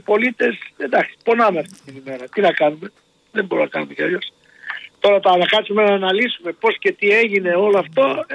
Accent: Istanbul, Turkey; γιατί όταν ήμασταν παιδιά στην Κωνσταντινούπολη

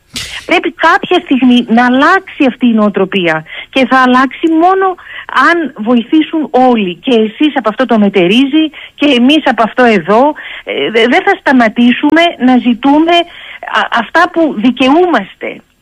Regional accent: Istanbul, Turkey; moved away as an adult; now in Athens, Greece; εγώ δεν γεννήθηκα στην Ελλάδα, κυρία Σαχίνη, εγώ γεννήθηκα και μεγάλωσα στην Κωνσταντινούπολη. Έχω άλλες καταβολές και σας λέω με βεβαιότητα. Γιατί μέχρι τα 18 ήμουν στην Κωνσταντινούπολη πριν πάω να σπουδάσω στη Γαλλία και στην Αγγλία, και από το 2000 ζω μόνιμα στην Αθήνα.

